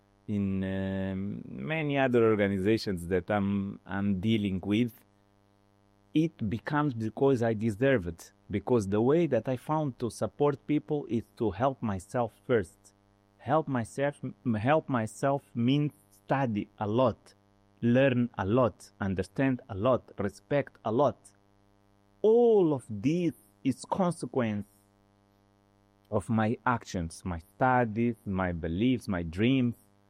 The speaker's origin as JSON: {"language": "English", "region": "Maputo", "country": "Mozambique", "tie": "born or raised there", "also_born_or_lived": "Portugal / Russia / Italy / France", "moved": "yes", "said": "Regarding when I was growing up in Maputo City, where I born"}